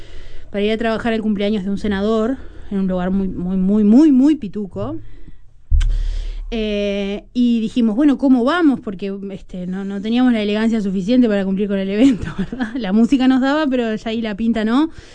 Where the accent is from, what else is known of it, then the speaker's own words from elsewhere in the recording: Rocha, Uruguay; moved away; yo soy de Rocha